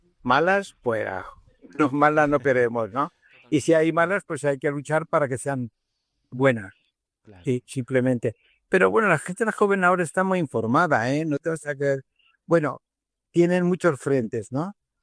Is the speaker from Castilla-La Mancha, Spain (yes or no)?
yes; Valdepeñas, Castilla-La Mancha, Spain; moved away as an adult; also born or lived in Iznatoraf / Ciudad Real / London; now in Madrid, Spain; Yo me he criado en Valdepeñas, luego estuve estudiando en Ciudad Real y estuve trabajando también en Valdepeñas de mecanógrafo, taquígrafo